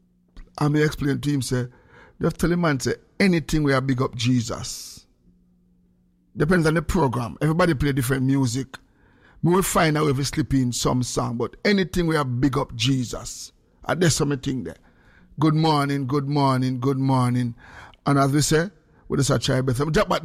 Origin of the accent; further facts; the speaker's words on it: Jamaica; Especially when you're in a business as a Jamaican.